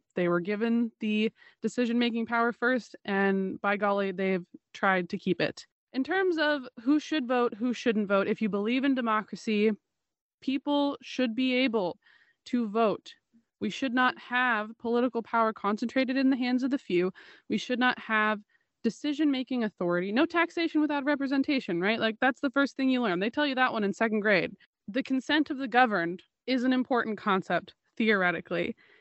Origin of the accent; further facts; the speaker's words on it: Oregon, United States; This is something that I became aware of recently from someone who moved to my home state, Oregon, from Georgia